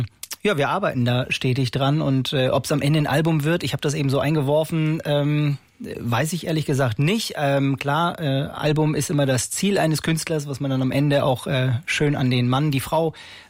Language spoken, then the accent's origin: German; Rotenburg an der Fulda, Hesse, Germany; born there; moved away; Gebürtig aus Rotenburg an der Fulda.